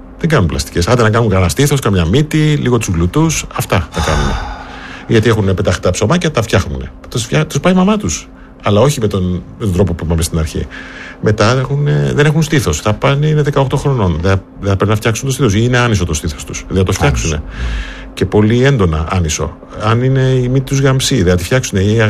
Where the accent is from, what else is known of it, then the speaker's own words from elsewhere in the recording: Brazil; Επειδή εγώ είμαι από την Λατινική Αμερική, από τη Βραζιλία, σε ενημερώνω ότι δεν υπάρχει καμία παραμόρφωση στη Βραζιλία και στη Λατινική Αμερική.